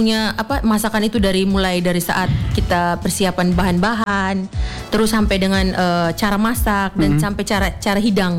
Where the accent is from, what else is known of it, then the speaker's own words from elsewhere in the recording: Flores, East Nusa Tenggara, Indonesia; kita orang Flores, orang Timur